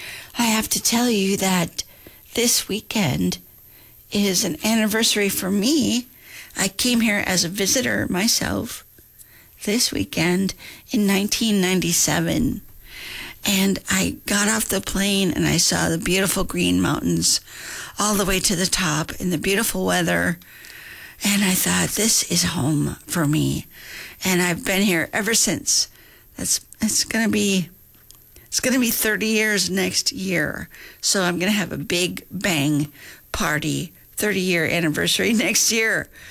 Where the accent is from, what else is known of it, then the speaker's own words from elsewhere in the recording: Minnesota, United States; now in Kodiak, United States; You know, I'm from Minnesota, and the Minnesota State Fair is like world record, 100,000 people in a day kind of thing. Here in Kodiak, we have like 3 chickens and a corn cob and some food trucks.